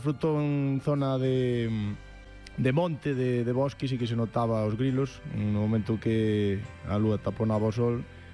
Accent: Ourense, Galicia, Spain; porque son de Ourense, a zona máis cercana

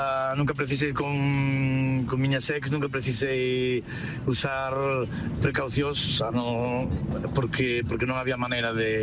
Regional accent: Palas de Rei, Galicia, Spain; now in Porto, Portugal; Hola, rapaces. … de Palas.

